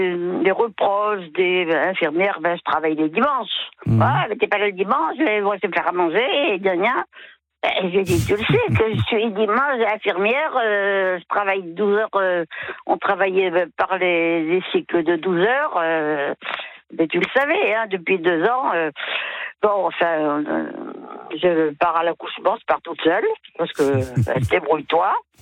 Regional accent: Nouvelle-Aquitaine, France; born or raised there

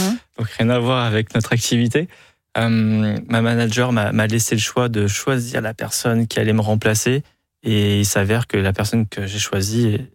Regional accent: Bordeaux, Nouvelle-Aquitaine, France; Moi, je viens de Bordeaux, donc c'est la région.

